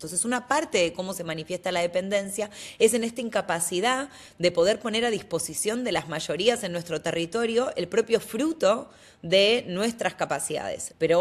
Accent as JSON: {"language": "Spanish", "country": "Argentina", "moved": "yes", "lives_now": "London, United Kingdom", "said": "Argentina, de donde yo vengo"}